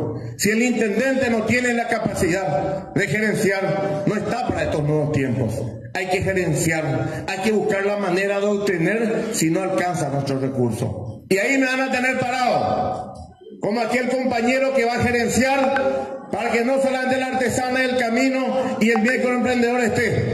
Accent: Carapeguá, Paraguarí, Paraguay; mi pueblo es exigente

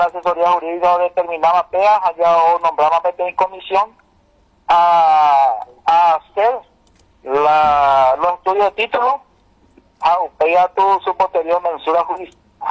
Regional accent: Mbuyapey, Paraguarí, Paraguay; estamos una familia de Embuyapeú, somos de Embuyapeú

